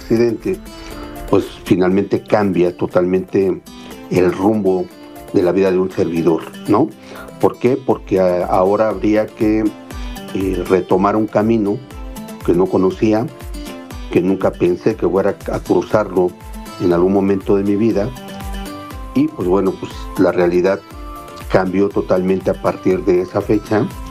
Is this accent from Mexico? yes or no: yes; Oaxaca, Mexico; soy orgullosamente oaxaqueño, vivo y radico en la capital del estado, en Oaxaca de Juárez